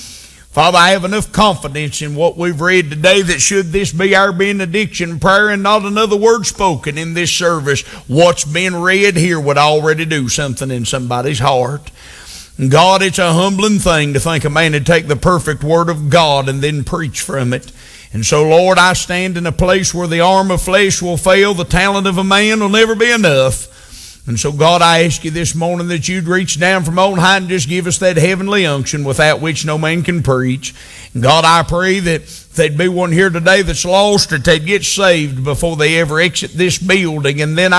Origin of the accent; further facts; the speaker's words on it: United States; we as American Christians